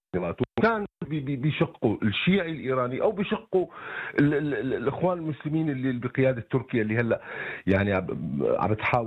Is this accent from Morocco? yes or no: no; Syria; أنا اسمح لي أحكي أنا كمواطن سوري يعني بشكل محايد